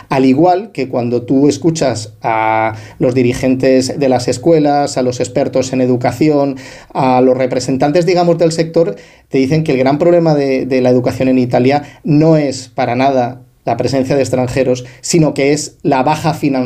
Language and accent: Spanish; Jumilla, Region of Murcia, Spain; un poco raro en el pueblo donde yo me crié, en Jumilla, en los años 80.